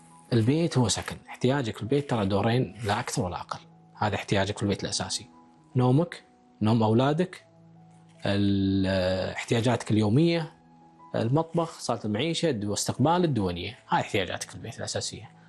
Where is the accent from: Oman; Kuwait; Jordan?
Kuwait; عندنا بالكويت